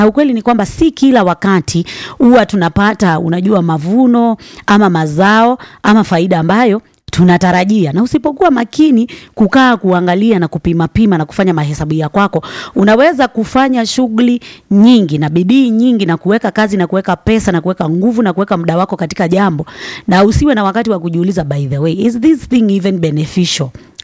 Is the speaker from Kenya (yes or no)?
yes; Ukambani, Kenya; Natokea maeneo ya Ukambani.